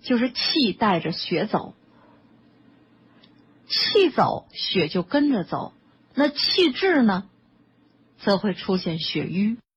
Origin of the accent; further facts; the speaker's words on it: China; 就像我们中国人拿这筷子